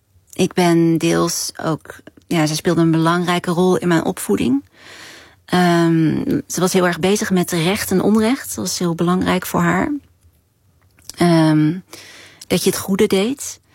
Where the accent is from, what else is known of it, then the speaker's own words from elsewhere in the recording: Vlijmen, North Brabant, Netherlands; Geweldige dorp waar ik ben opgegroeid.